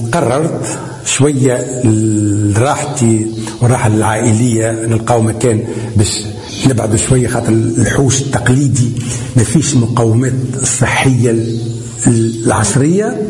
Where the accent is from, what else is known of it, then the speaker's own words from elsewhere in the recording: Tunis, Tunis Governorate, Tunisia; born there; first language Amazigh; Arabic is a second language; أنا رغم اللي أصيل، نعتبر روحي أصيل القرية، رغم اللي أنا من مواليد تونس العاصمة، خاطر الوالد وجدي الله يرحمهم تحولوا من الثلاثين أواخر الثلاثينات لتونس للعمل، دونك مولود في تونس